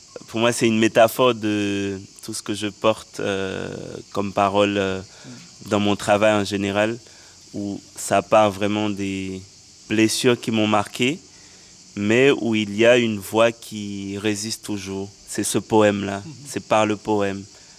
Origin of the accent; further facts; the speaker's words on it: Port-au-Prince, Ouest, Haiti; le contexte où j'ai grandi en Haïti